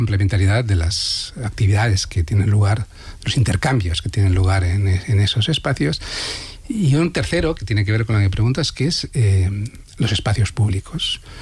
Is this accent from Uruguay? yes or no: no; Valencian Community, Spain; sí, soy valenciano, yo conozco de cerca lo que es la especulación